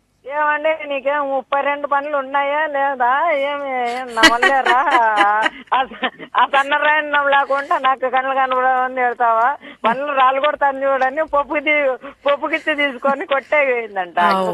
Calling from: Anantapur district, Andhra Pradesh, India; అనంతపురంలో పాంప్లెట్లు పంచే విల్లోని మేడం. మాది సత్తస్థలము కమ్మూరు గ్రామం కుడేరు మండలం అనంతపురం జిల్లా మేడం.

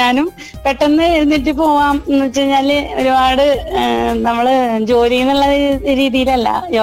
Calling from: Maradu, Kerala, India; ഞാൻ മരടാണ്.

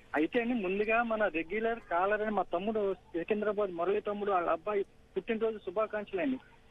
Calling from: Hyderabad, Telangana, India; జూబీల్స్ నుంచి మాట్లాడుతున్నానండి.

